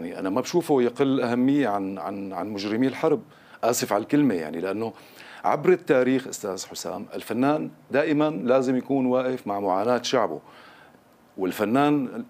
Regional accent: Syria; نحن كسوريين

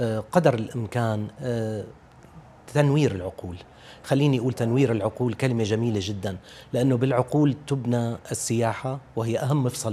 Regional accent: Syria; بلدنا سوريا

